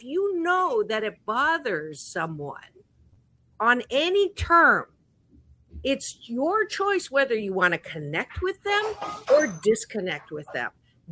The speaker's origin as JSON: {"language": "English", "country": "Canada", "tie": "born or raised there", "moved": "yes", "lives_now": "United States", "said": "I grew up in Canada"}